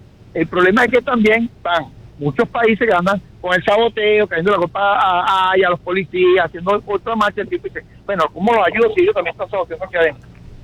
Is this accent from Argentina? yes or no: no; Venezuela; moved away; Yo soy venezolano.